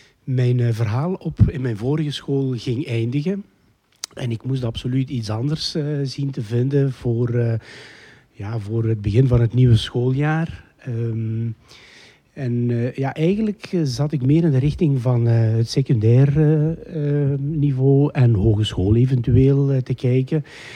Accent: Heusden-Zolder, Flanders, Belgium; ik ben zelf afkomstig van Heusden-Zolder tegen Koerselaan.

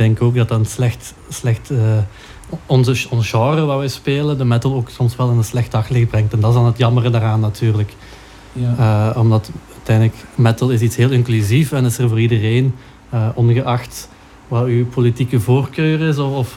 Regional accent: Hasselt, Flanders, Belgium; now in Leuven, Belgium; Ik ben oorspronkelijk van Hasselt, maar ik woon ondertussen in Leuven

